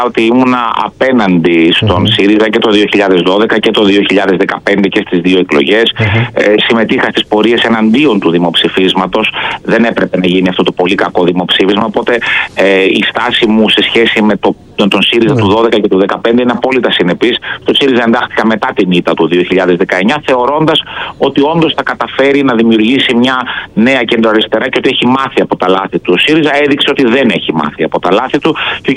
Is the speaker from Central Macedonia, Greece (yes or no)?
yes; Thessaloniki, Central Macedonia, Greece; επιθυμία μου είναι να κατέλθω στην Αλφα Θεσσαλονίκη, στην περιφέρειά μου, στις επόμενες εκλογές, δηλαδή στην πατρίδα μου εννοώ.